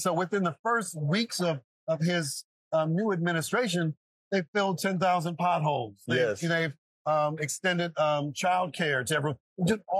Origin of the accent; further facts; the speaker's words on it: Chicago, Illinois, United States; moved away as an adult; now in Philadelphia, United States; I'm a Chi-Delphian. I was born and raised in Chicago.